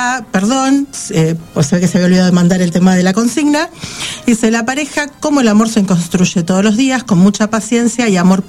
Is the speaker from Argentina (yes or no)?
yes; Santa Fe, Argentina; Soy del sur de Santa Fe.